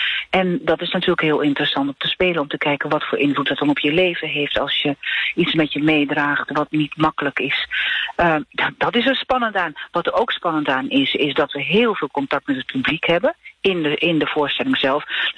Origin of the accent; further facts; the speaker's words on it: Overijssel, Netherlands; Nou, het is natuurlijk daar waar ik vandaan kom.